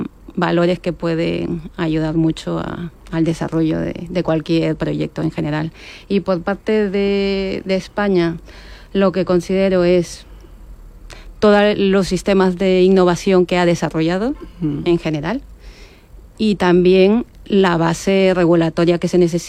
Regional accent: Lima, Peru; now in Spain; mi rincón favorito es mi ciudad de origen, Lima, que me hace recordar que cada vez que vuelvo, mis raíces

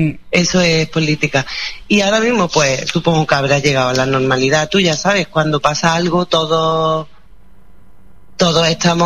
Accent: Adamuz, Andalusia, Spain; now in Montemayor, Spain; me fui a mi pueblo, yo soy de Adamuz, pero vivo en Montemayor

